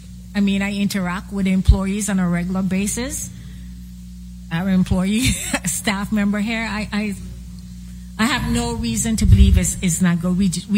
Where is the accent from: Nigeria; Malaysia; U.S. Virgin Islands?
U.S. Virgin Islands; St. Thomas; I come from St. Thomas